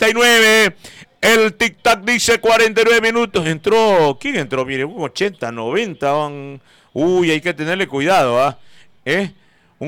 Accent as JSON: {"language": "Spanish", "town": "Manta", "region": "Manabí", "country": "Ecuador", "said": "porque somos de Manta, porque vivimos en Manta, porque comemos en Manta."}